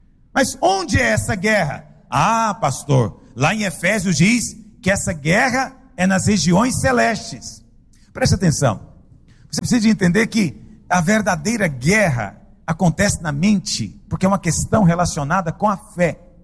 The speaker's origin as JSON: {"language": "Portuguese", "town": "Goiânia", "region": "Goiás", "country": "Brazil", "said": "De onde você é? Ah, sou de Goiânia."}